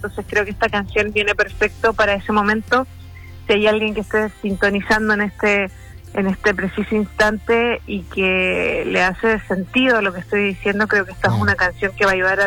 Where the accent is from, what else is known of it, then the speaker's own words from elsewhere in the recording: Santiago, Santiago Metropolitan Region, Chile; Soy de Santiago. Bueno. Toda mi vida he vivido por acá.